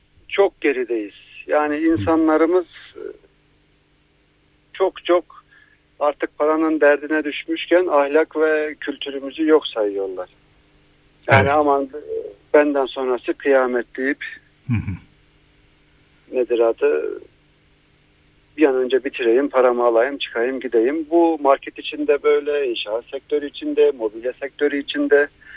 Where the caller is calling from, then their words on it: Ankara, Turkey; Ankara'dan.